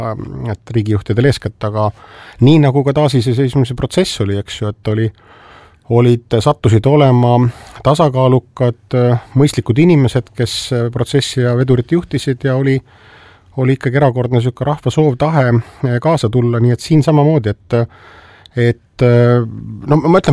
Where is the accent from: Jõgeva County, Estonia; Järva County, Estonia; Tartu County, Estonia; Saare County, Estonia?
Saare County, Estonia; Viktor Kingissepp, eks ju, nii-öelda minu kodusaarelt pärit, eks ju, selline erakordselt ebaõnnestunud monument, mille Saaremaa kommunistid paigutasid veel 87. aastal vist.